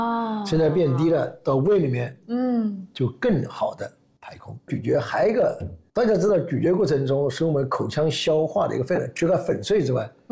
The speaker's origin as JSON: {"language": "Chinese", "country": "China", "said": "这是我们中国人的常态，不知道在忙什么。"}